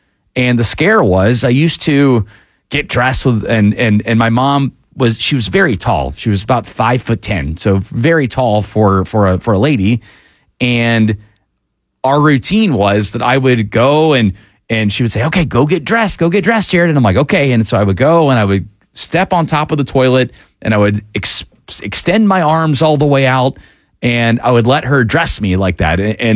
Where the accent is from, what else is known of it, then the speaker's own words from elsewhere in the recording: Atlanta, Georgia, United States; I grew up in Atlanta, so I've always known this institution to be what it is.